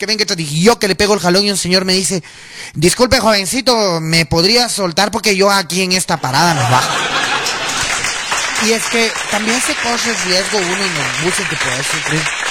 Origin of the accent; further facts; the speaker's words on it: Guatemala; Ese mi pueblo, mi Guatemala linda